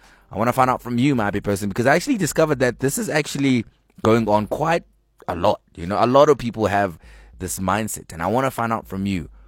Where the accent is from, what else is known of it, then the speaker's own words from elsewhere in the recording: Eastern Cape, South Africa; I grew up in the Eastern Cape. Dandlaleqonce is probably like a 40-minute drive out to East London, where the ocean and the beaches.